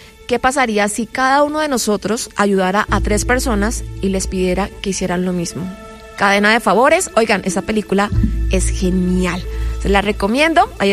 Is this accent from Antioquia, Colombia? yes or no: no; Cartagena, Bolívar, Colombia; Es que no soy de Santa Marta, soy de Cartagena.